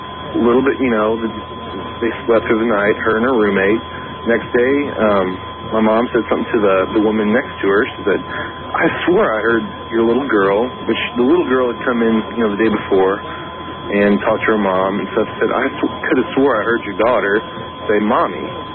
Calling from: Columbia, Missouri, United States; I'm calling from Columbia, Missouri.

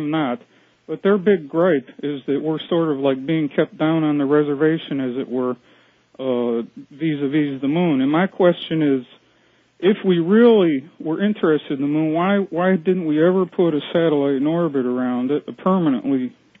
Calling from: Avon Lake, Ohio, United States; Hi, this is … from Avon Lake, Ohio.

